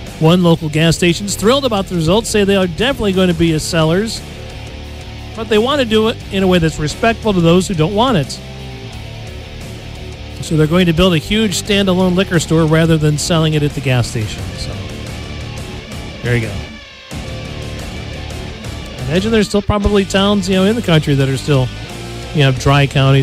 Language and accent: English; New York, United States; moved away as an adult; also born or lived in Indiana; I remember growing up in New York, legal drinking age was 18, and when I came to Indiana to go to Butler, the drinking age was 21